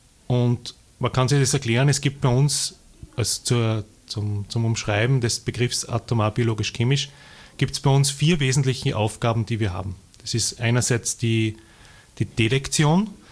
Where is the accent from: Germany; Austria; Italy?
Austria; Upper Austria; Und dann, nachdem ich aus Oberösterreich bin, wollte ich von Graz natürlich nach Oberösterreich. Und dann war in Oberösterreich in Hörschingen eine Stelle frei. Da habe ich mich dann beworben. Und dann bin ich von Graz nach Oberösterreich gekommen